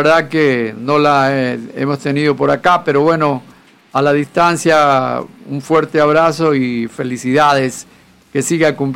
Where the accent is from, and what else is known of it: Ecuador